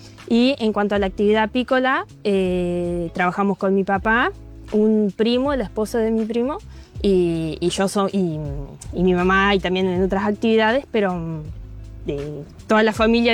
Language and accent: Spanish; Entre Ríos, Argentina; now in Paraná, Argentina; Yo crecí en una zona rural que se llama Costa Grande, que está más o menos a unos 80, 90 kilómetros de acá de Paraná. Hice mi jardín, primaria, secundaria, todo en escuela rural. Y recién llegué a Paraná cuando empecé a estudiar la carrera de artes